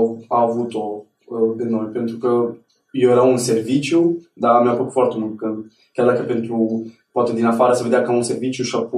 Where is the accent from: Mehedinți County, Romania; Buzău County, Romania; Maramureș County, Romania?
Mehedinți County, Romania; Drobeta-Turnu Severin; born there; Eu m-am născut în Turnu Severin, undeva pe lângă Turnu Severin, într-un sat.